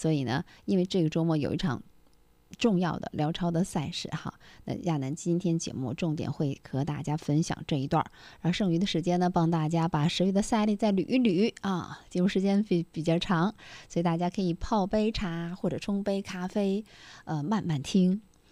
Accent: Dalian, Liaoning, China; 那是我们大连人吃肥蟹的最好的时间。

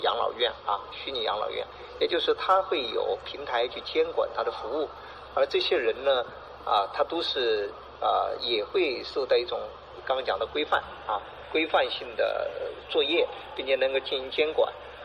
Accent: Northeast China, China; 咱们东北这边的老龄化程度很高的啊

